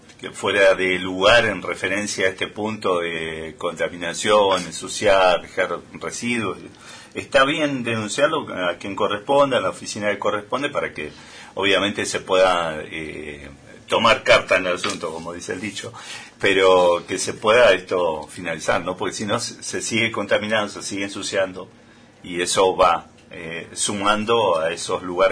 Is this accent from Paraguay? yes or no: no; Argentina